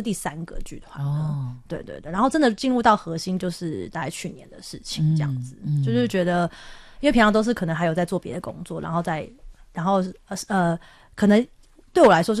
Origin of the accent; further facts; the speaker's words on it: Taipei, Taiwan; 我也不会讲客家话，说实在我连台语都不太会说、嗯啊、我就台北人，